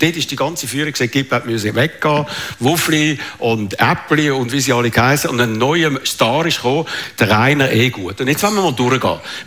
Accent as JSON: {"language": "German", "country": "Switzerland", "said": "oder mir als Schweizer"}